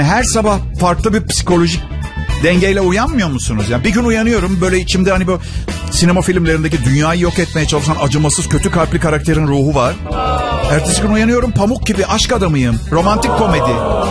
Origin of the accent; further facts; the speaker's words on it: Istanbul, Turkey; born there; o kadar uzun süredir Türkiye'deyim ki Tophane'de doğdum. Gerçekten Tophane'de bir hastanede doğdum. Eskiden İtalyan hastanesi vardı orada, artık yok.